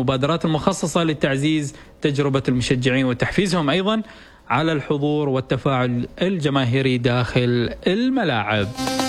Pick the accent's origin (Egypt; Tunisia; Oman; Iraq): Oman; عندنا في سلطنة عمان